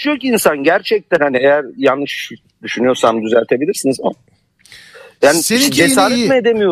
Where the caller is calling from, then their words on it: Izmir, İzmir, Turkey; İzmir'den abi, İzmir'den.